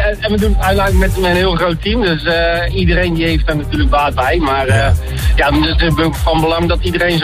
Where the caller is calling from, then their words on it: Hellevoetsluis, South Holland, Netherlands; Ik ga nou weer terug naar Hellevoetsluis.